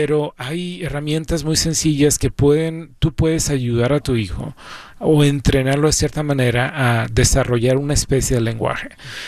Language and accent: Spanish; Mexico; now in United States; yo soy de México